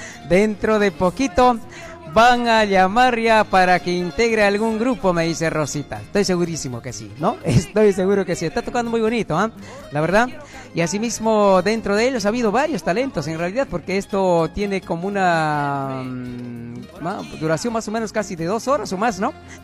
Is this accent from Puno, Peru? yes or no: no; Haquira, Apurímac, Peru; moved away; en mi niñez, en mi etapa, ¿no?, infantil, infancia, allá en mi tierra, en Akira, en mi colegio José María Arguedas